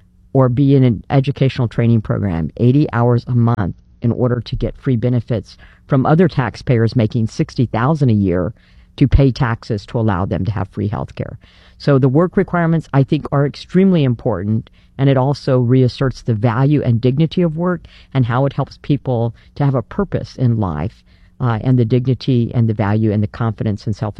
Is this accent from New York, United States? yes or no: no; San Antonio, Texas, United States; My dad was enlisted Air Force, mostly stationed in Lackland Air Force Base in San Antonio, Texas. So I grew up in Texas.